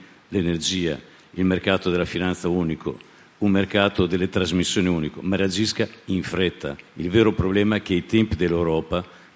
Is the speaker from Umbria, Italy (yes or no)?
no; Emilia-Romagna, Italy; io vengo dall'Emilia Romagna